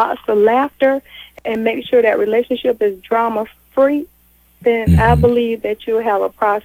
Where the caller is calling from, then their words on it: Georgia, United States; Good. I'm calling from Georgia.